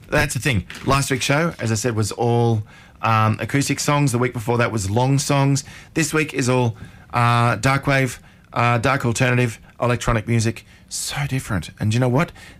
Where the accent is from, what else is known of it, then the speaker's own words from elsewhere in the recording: Brisbane, Queensland, Australia; I grew up in Fairweather Street in Brisbane